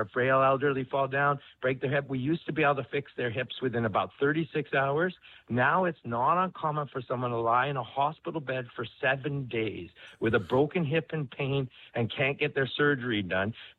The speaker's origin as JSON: {"language": "English", "region": "Alberta", "country": "Canada", "said": "I'm a Canadian. I'm an Albertan."}